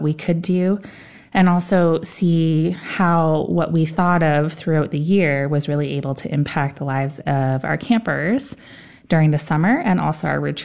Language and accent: English; Burlington, Ontario, Canada; I grew up in Burlington, Ontario.